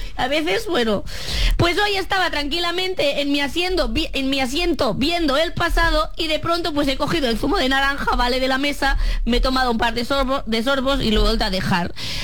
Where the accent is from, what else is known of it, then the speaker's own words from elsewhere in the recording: Catalonia, Spain; como persona catalana esto me